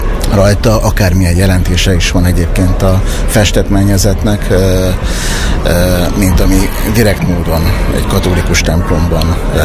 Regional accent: Hungary; református magyar vagyok, amíg élek, az maradok.

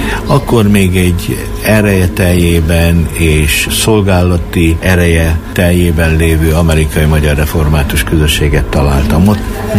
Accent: Bükkaranyos, Borsod-Abaúj-Zemplén, Hungary; Ha nem is a Bükkbe, de a Bükk alján, Bükk Aranyos nevű településen nőttem fel, nőttem fel valóban lelkész családban

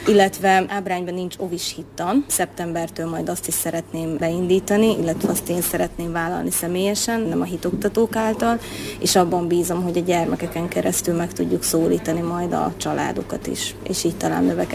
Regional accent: Borsod-Abaúj-Zemplén, Hungary; moved away

